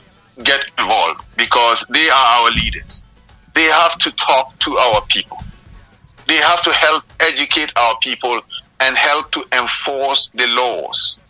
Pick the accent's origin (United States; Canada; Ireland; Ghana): Ghana; moved away; I was born and bred in Ghana.